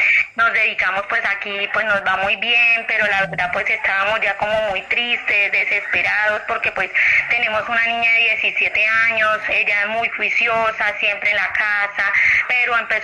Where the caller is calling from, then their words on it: Bogotá, Bogotá D.C., Colombia; lo llamo acá desde Bogotá, desde el barrio Suba, Lisboa.